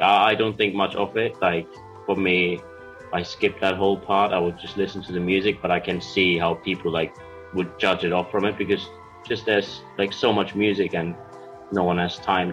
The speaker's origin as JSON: {"language": "English", "country": "Germany", "first_language": "German", "second_language": "English", "said": "I'm from Germany and my main language is German."}